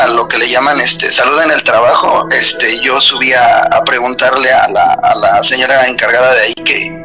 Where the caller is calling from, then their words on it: Mexico City, Mexico; Hablo de la alcaldía Coajimalpa.